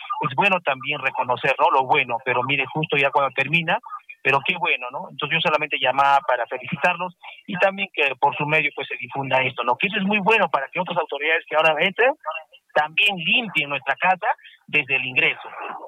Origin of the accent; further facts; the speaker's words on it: Arequipa, Peru; Yo soy arequipeño y miraba todo el ingreso desde el Cóndor, del Óvalo, el Cóndor ahí, toda la avenida hasta llegar a Arequipa era un botadero de basura.